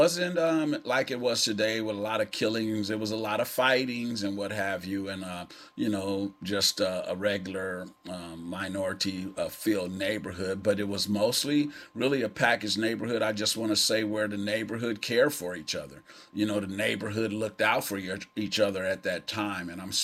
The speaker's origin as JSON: {"language": "English", "town": "Oakland", "region": "California", "country": "United States", "tie": "born or raised there", "said": "I grew up in Oakland, from the streets of Oakland, started, you know, just personally, not proud of it, but getting into trouble at an early age"}